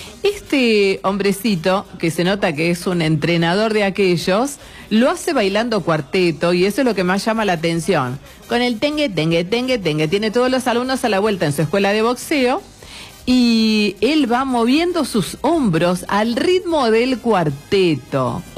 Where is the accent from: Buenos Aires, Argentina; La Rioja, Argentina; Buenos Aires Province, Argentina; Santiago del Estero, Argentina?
La Rioja, Argentina; Chilecito